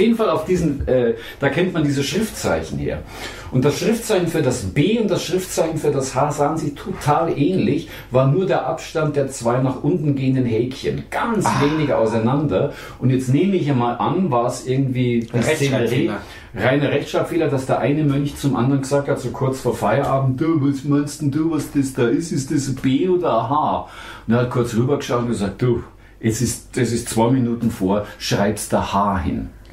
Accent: Kaltenberg, Bavaria, Germany; Ich bin in Kaltenberg aufgewachsen, in Kaltenberg, das Ritterturnier

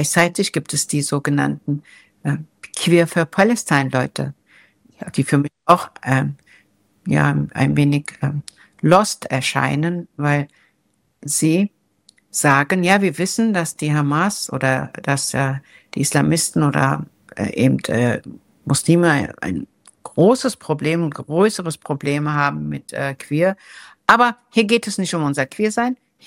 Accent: Germany; Also ich bin hier nun in Deutschland groß geworden

